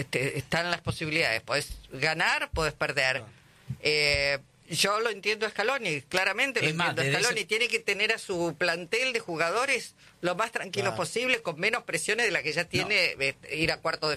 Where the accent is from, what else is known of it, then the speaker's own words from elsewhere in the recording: Argentina; Somos raros, sí. Es cierto lo que decís, son las contradicciones propias, pero y aún con esas contradicciones yo creo que estamos atravesados por toda esa historia.